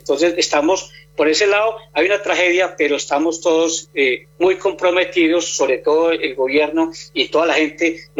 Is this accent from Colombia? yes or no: yes; Colombia; como periodista de este país, como ciudadano colombiano